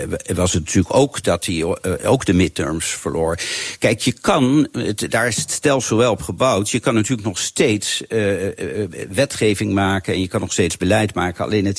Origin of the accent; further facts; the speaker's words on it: Netherlands; ik als Nederlander